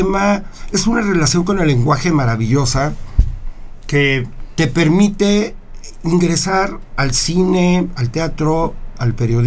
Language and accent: Spanish; Huauchinango, Puebla, Mexico; also born or lived in Mexico City; Conocí a una chica en Huauchinango, que es mi patria chica, okay. Yo iba de pronto a ver a mi abuela y conocí a esta chica y me enamoré. Uh-huh. Y me fui a vivir a Huauchinango